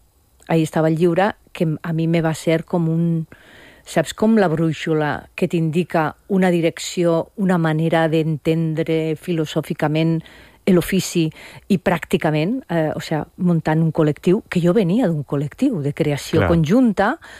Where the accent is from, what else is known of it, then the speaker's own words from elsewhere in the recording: Burjassot, Valencian Community, Spain; Pues Antonio, Paco i jo som els tres de Burjassot, més o menys, del grup d'amics.